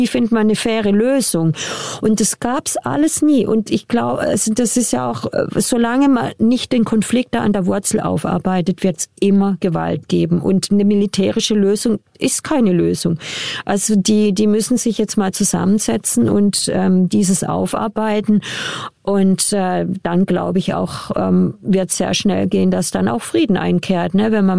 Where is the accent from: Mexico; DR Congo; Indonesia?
DR Congo; eastern Congo; diese Armee kämpft bei uns im Osten gegen diverse Milizen. Wir haben aber ungefähr 400 Milizen.